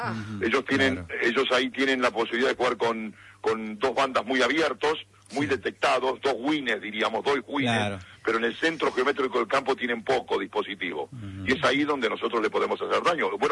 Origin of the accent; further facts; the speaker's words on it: Argentina; now in Spain; Toda la vida, mis hijos nacieron aquí, todo. Pero evidentemente Argentina sobre todo. Yo soy argentino y muero por Argentina.